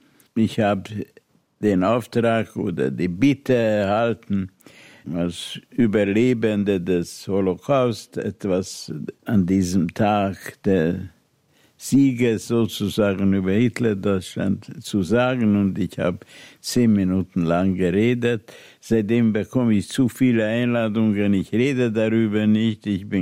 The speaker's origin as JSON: {"language": "German", "region": "Vienna", "country": "Austria", "also_born_or_lived": "Budapest, Hungary", "said": "aber natürlich bin ich ein Wiener."}